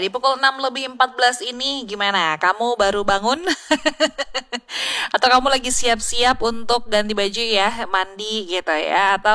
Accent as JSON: {"language": "Indonesian", "town": "Ternate", "region": "North Maluku", "country": "Indonesia", "said": "jujur li bangga deh sebagai warga Ternate"}